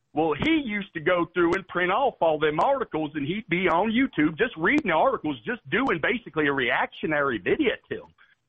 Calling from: Indiana, United States; It's a beautiful day here in Indiana

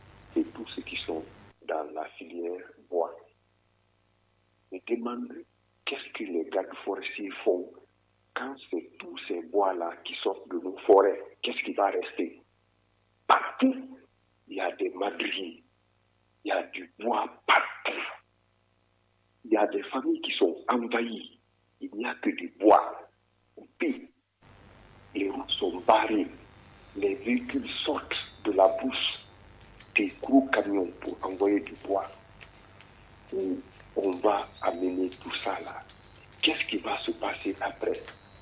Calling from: Kissidougou, Faranah, Guinea; je suis à Kissoudougou.

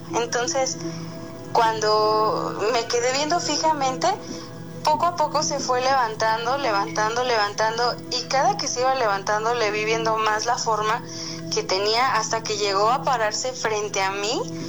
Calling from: Querétaro, Mexico; soy del estado de Querétaro.

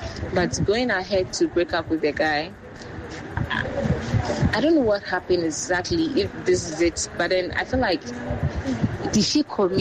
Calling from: Achimota, Greater Accra, Ghana; I'm speaking from Achimota.

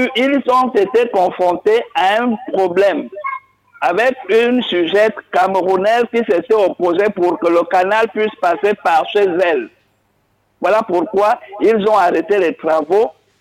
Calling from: Gabon; Je suis à Milancy depuis 2013.

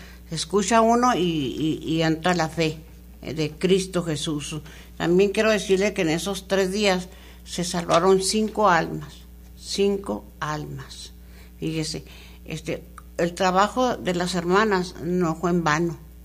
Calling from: Mexico; Pero no se nos olvida que somos mexicanos.

